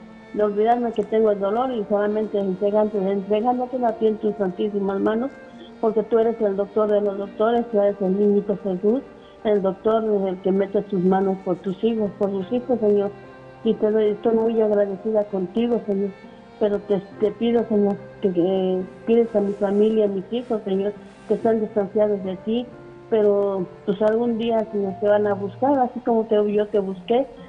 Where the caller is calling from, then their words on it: Valle de Bravo, State of Mexico, Mexico; de Valle de Bravo.